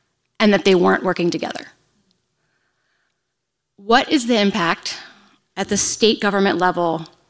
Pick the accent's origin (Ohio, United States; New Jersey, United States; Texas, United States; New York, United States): Ohio, United States; Akron; now in Columbus, United States; I'm a kid from Akron who moved to Columbus in 2017. I married a St. Louis native, and we came back up here so we could go to law school.